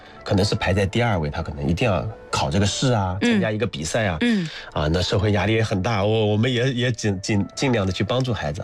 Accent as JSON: {"language": "Chinese", "town": "Hangzhou", "region": "Zhejiang", "country": "China"}